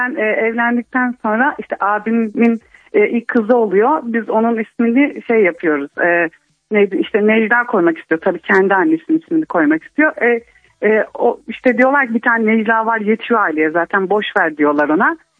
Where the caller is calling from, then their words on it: Kocaeli, Turkey; Ben Kocaeli'nden arıyorum.